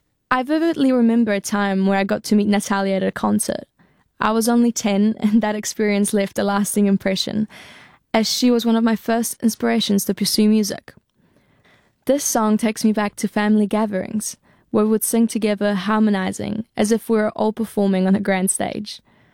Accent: Sosnowiec, Silesian Voivodeship, Poland; also born or lived in Katowice; I was born in Katowice, a city known for its industrial roots and vibrant cultural scene, before moving to Sosnowiec, where my childhood memories unfolded.

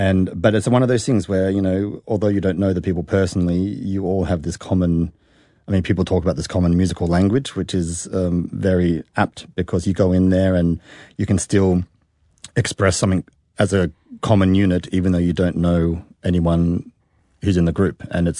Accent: Australia; accent: Australian; It's still after a few beers, I still then kind of pick up my Australian accent agai

